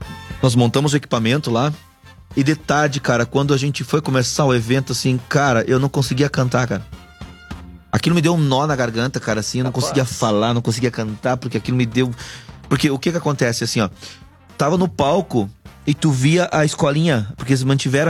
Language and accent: Portuguese; Rio Grande do Sul, Brazil; lá pra minha região do Alto Uruguai